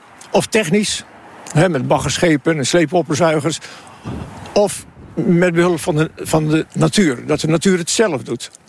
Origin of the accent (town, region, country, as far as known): Netherlands